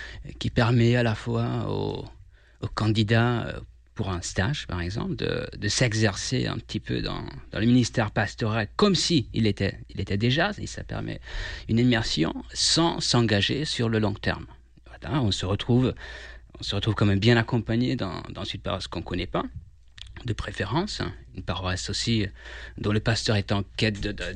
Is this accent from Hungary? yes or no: yes; Hungary; French is a second language; moved away as an adult; now in France; Moi, je suis d'origine hongroise et ça fait bientôt 4 ans que je suis en France. Je suis arrivé dans le cadre d'un échange étudiant Erasmus en août 2022.